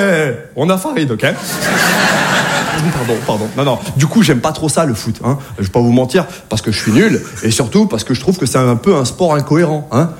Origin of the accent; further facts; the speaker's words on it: Saint-Étienne, Auvergne-Rhône-Alpes, France; quand je vous dis que j'ai grandi à Saint-Étienne, je parais pas, mais je suis né en 1980